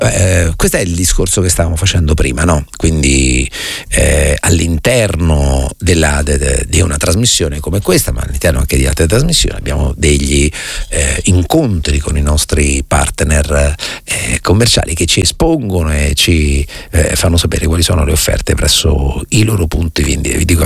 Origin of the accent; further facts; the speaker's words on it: Rome, Lazio, Italy; noi a Roma, che siamo dotati di quella immediatezza tipica